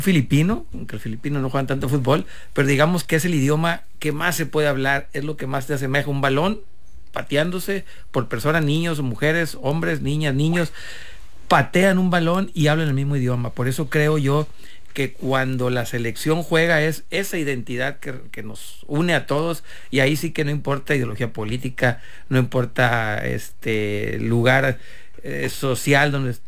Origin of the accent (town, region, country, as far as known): Mexico